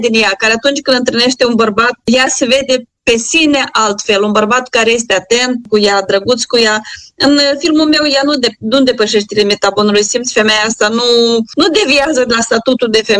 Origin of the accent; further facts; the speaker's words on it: Fundurii Vechi, Romania; pentru că a filmat la funduri vechi, m-a întrebat unde a filmat la funduri vechi, este satul meu de baștenă. Am filmat în casa părinților mei, am filmat în casa bunicilor mei